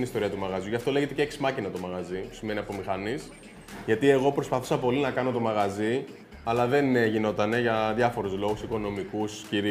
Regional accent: Egypt; now in Greece; τους λέω είμαι από την Αίγυπτο

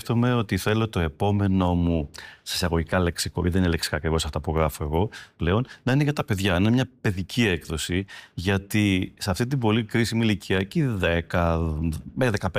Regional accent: Greece; born there; είμαι πολύ περήφανος και χαρούμενος που είμαι Έλληνας που γεννήθηκα στην Ελλάδα

